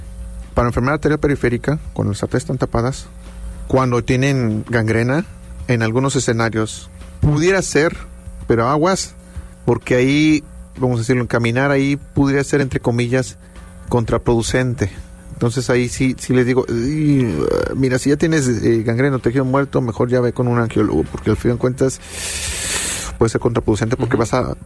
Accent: Mexico City, Mexico; moved away; yo soy de la Ciudad de México, allá el tráfico está un poquito más pesado.

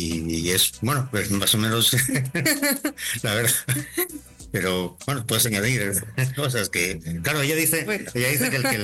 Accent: Gijón, Asturias, Spain; now in Mexico; Del norte, de Gijón.

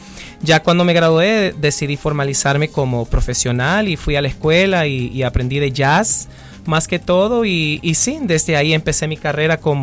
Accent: El Salvador; now in Cali, Colombia; yo soy el salsero salvadoreño

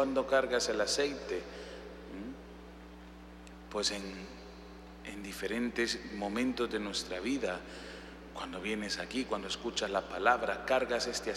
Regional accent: Honduras; como normalmente somos los hondureños

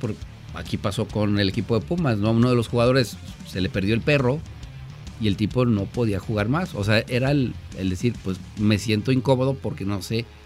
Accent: Mexico

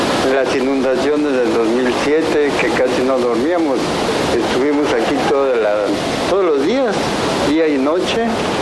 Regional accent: Mexico; Y yo soy de México, entonces no tenía yo experiencia en montar a caballo y aquí aprendí a montar a caballo

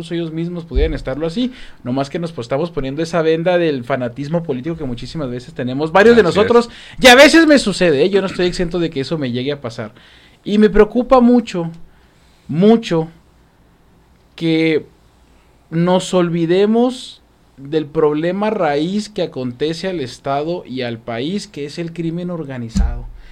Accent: Mexico; Ahorita nos corresponde a todos como mexicanos

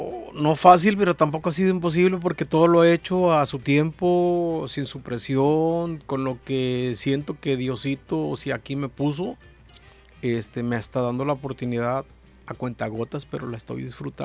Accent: Llano Largo, Mexico; moved away; Soy de Llano Largo, orgullosamente

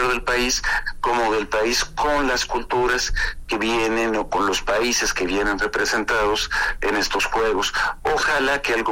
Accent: Mexico

